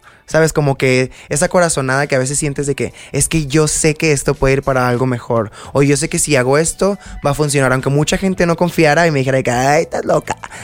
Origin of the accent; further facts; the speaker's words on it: Mexicali, Baja California, Mexico; moved away; yo viniendo desde mi tierrita Mexicali